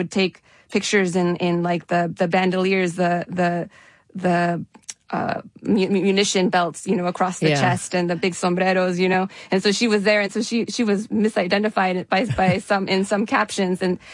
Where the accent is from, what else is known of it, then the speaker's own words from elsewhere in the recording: El Paso, Texas, United States; And I am from El Paso. I live there.